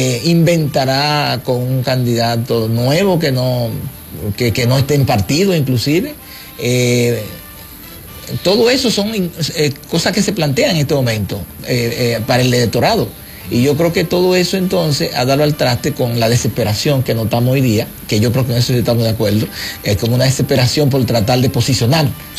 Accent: Dominican Republic; que seamos lo suficientemente maduros como dominicanos

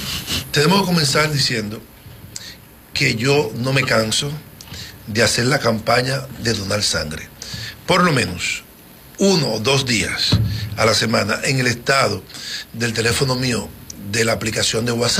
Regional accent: Dominican Republic; volviéndonos, como decimos dominicanos, locos

